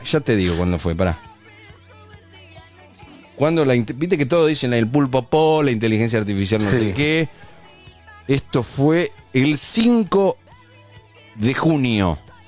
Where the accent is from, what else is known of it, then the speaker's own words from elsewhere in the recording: Argentina; Nosotros como argentinos sufrimos varios estados emocionales a lo largo de un año, de un día, sí, de una hora.